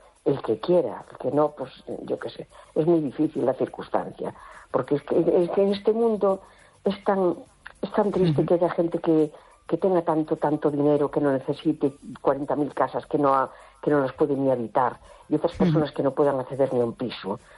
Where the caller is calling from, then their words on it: A Coruña, Galicia, Spain; Hola, buenas noches. … de La Coruña.